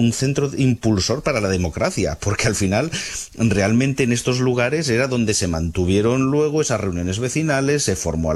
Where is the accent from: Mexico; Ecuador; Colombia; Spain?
Spain